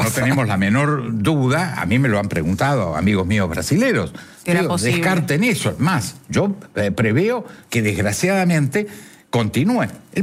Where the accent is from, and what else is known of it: Argentina